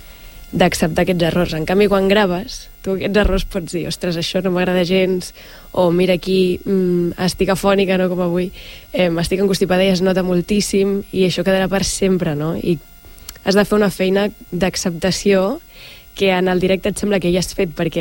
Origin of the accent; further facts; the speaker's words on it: Begues, Catalonia, Spain; now in Sant Boi de Llobregat, Spain; jo sóc de Begues i ara visc aquí a Sant Boi